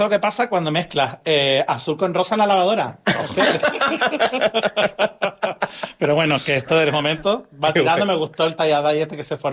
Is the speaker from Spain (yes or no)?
yes; Santa Cruz de Tenerife, Canary Islands, Spain; yo siempre empiezo con que soy de Ofra, ¿no?